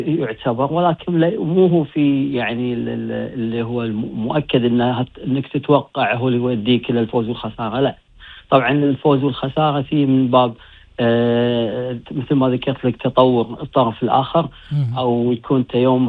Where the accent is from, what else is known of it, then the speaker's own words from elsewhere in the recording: Kuwait; وحب وطني الكويت، اني احب بلدي الكويت